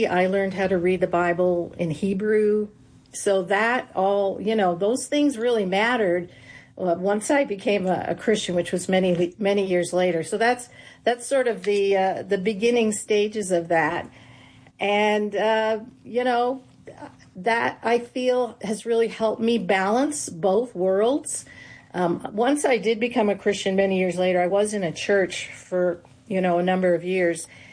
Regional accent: Ottawa, Ontario, Canada; So, yeah, I grew up in Ottawa, Canada. We are in a Jewish Orthodox conservative Jewish community.

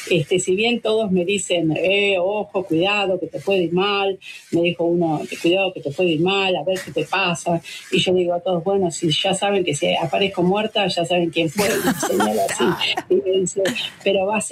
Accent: Argentina; moved away as an adult; also born or lived in Buenos Aires; now in Sheffield, United Kingdom; Vengo de un país donde el fútbol se juega con las manos. Y todos me decían, argentino.

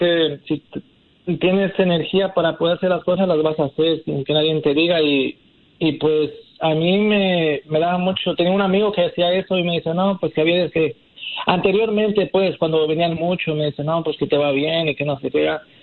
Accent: Puebla, Mexico; moved away as an adult; Pues mira, yo soy de México, de la. Bueno … me presento, soy de la ciudad de Puebla. Y estoy aquí desde el 2007.

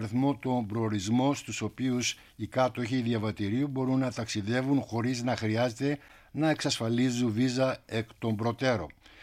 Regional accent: Greece; είμαστε Έλληνες.

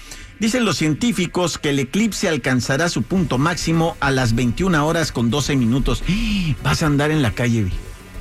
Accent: Oaxaca, Mexico; born there; Soy bebé eclipse de Oaxaca. Oh. Sí, había eclipse en Oaxaca y mi mamá tuvo que hacer todo eso.

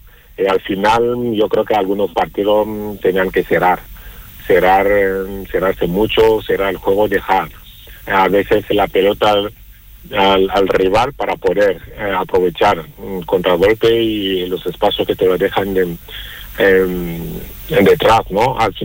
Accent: Málaga, Andalusia, Spain; Y dije, como malagueño y malaguista, sería un sueño volver a primera

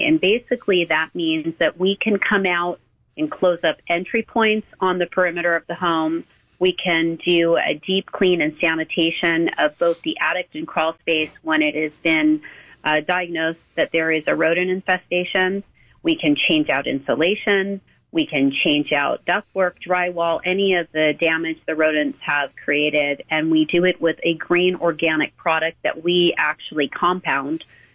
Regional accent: Chatsworth, California, United States; I was brought up in the San Fernando Valley, so I am a valley girl through and through.

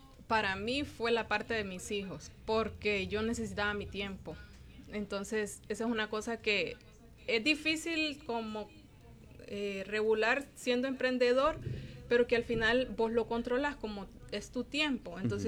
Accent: Colón, Honduras; moved away as an adult; now in Tegucigalpa, Honduras; Colón. Y ya de Colón yo me vine a Tegucigalpa a estudiar la universidad. Entonces yo ahora digo, soy más de Tegus porque yo me vine en el 2006 a estudiar.

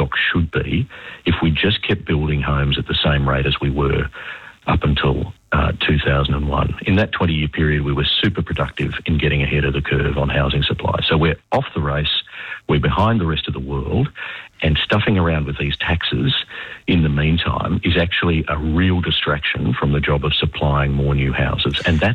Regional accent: Melbourne, Victoria, Australia; In my hometown of Melbourne, you get a lot of CFMEU-related tax, if you like, on the cost of producing new apartments, new office towers, et cetera, et cetera.

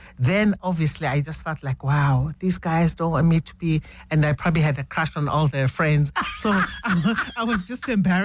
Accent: Canada; now in South Africa; growing up in Canada in my formative years, then I was exposed to the world of stage, the world of theatre and television quite early. Because I think in South Africa at that time, when we came back in the 80s

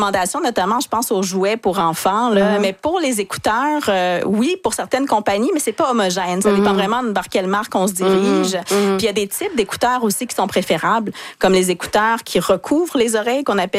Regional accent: Quebec, Canada; chez nous au Québec

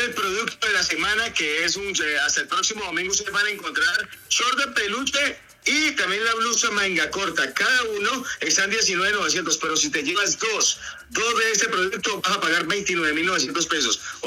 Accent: Cali, Valle del Cauca, Colombia; Me encanta, como buen caleño, sí

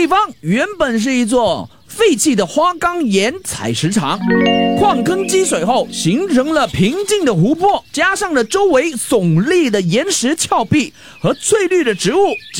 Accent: Singapore; 因此就被我们新加坡人赋予了小桂林的雅称。

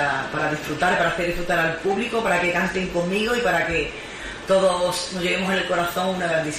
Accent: Andalusia, Spain; amo la provincia de Huelva, amo mi tierra

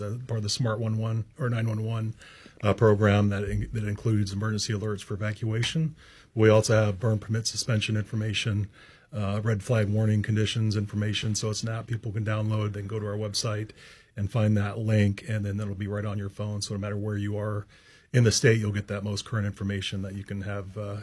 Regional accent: Anchorage, Alaska, United States; now in Mat-Su Valley, United States; Yeah, I was born and raised in Alaska and grew up on the Anchorage hillside

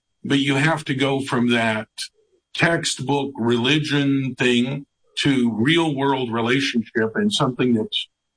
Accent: Tulsa, Oklahoma, United States; every fall the state fair comes to my hometown of Tulsa, Oklahoma.

